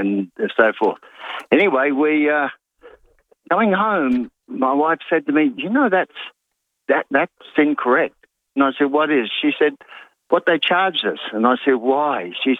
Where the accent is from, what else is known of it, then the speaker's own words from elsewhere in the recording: Naracoorte, South Australia, Australia; I'm from Narra Court, and Aileen's from Mount Benson and worked in Robe when I met her as a blind date.